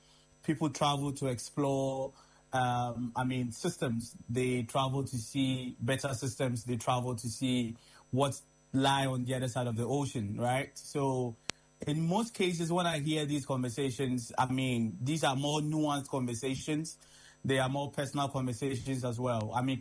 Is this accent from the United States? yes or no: no; Ghana; These opportunities being talked about, we don't see them in Ghana. I grew up in Ghana, spent all my days in Ghana.